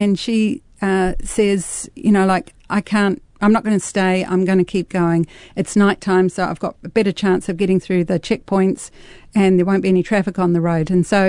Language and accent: English; New Zealand; born there; moved away; also born or lived in Australia; I was born in New Zealand, but our family also moved to Australia and we lived there. And when we were leaving New Zealand, I was asked to fill in a visitor book.